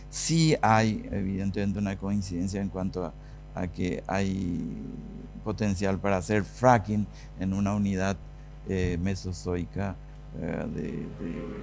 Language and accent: Spanish; Paraguay; Toditos somos paraguayos.